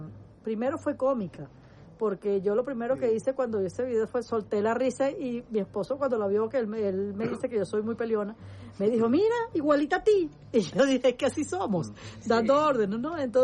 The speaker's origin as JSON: {"language": "Spanish", "country": "Venezuela", "said": "todos somos venezolanos"}